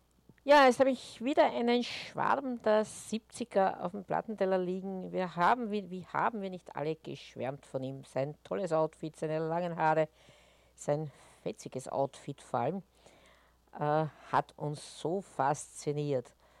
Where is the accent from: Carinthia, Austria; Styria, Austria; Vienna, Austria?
Vienna, Austria; hier zumindest bei uns in Österreich, in Wien. Und wir Mädels, wir haben natürlich das Lied auf der Straße gesungen